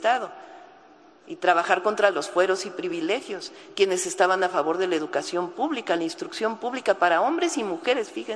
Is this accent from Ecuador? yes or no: no; Mexico; Por eso, como mexicanas y mexicanos, tenemos que estar muy orgullosos de nuestra historia, de lo que somos.